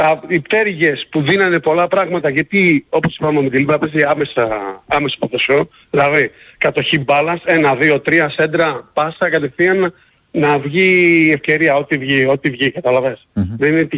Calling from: Bristol, South West England, United Kingdom; Έλα, Μανώλη … από τον Μπρίστο.

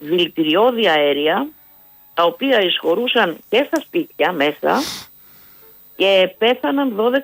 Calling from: Greece

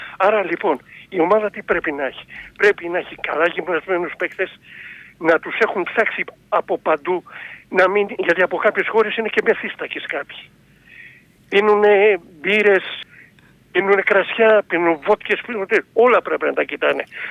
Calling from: Attica, Greece; Καλησπέρα … από τα Βόρεια Προάστια.

